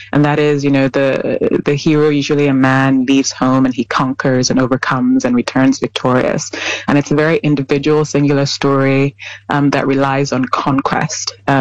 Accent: Lagos, Nigeria; I grew up in Lagos, and it's a city of 20 million people. I think the last statistic was that about 75% of the population is under 25. So it's young and youthful, and there's such a vibrance to the city.

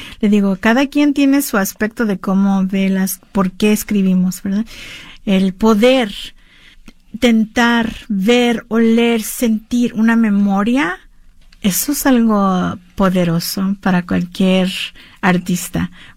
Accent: California, United States; born there; esa identidad que tenemos nosotras como chicanas aquí en California, pero para mí es una hermana teja, los tejanos son mis hermanos, porque somos nacidos aquí

